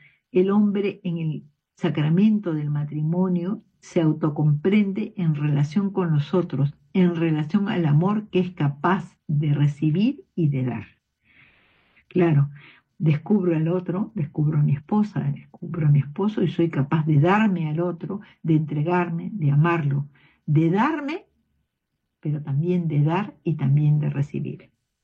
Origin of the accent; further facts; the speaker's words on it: Peru; nuestro país, nuestro querido Perú